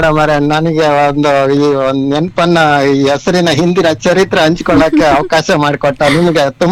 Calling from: Shivamogga, Karnataka, India

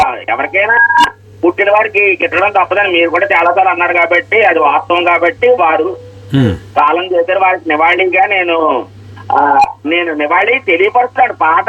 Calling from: Peddapuram, Andhra Pradesh, India; పెద్దాపురం నుంచి మాట్లాడుతున్నాను, తూర్పు గోదావరి జిల్లా అండి.

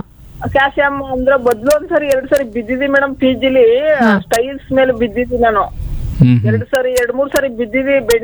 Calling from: Mysuru, Karnataka, India; ಮೈಸೂರಿಂದ.

